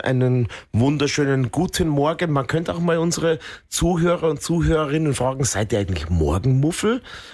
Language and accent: German; Bavaria, Germany; grüezi Nesen, würde ich bald sagen als Bayer.